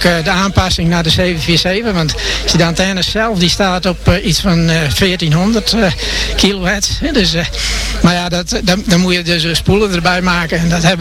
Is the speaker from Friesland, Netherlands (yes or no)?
yes; Hantumhuizen, Friesland, Netherlands; Handomhuizen, nou, dat ligt 7 kilometer boven Dokkum. Dus vlakbij Wierum, Holwert, tegen de Zeedijk aan.